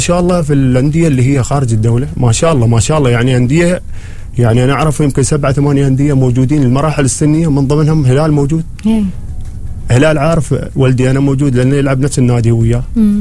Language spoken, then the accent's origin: Arabic; Oman; عندنا في عمان المهاجمين يعني ما شاء الله يعني.